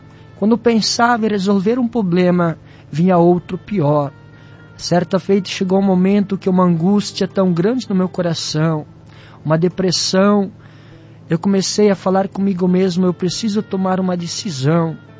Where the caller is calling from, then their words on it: Formosa do Sul, Santa Catarina, Brazil; Sou da cidade de Formosa do Sul, Santa Catarina. Eu nasci no berço evangélico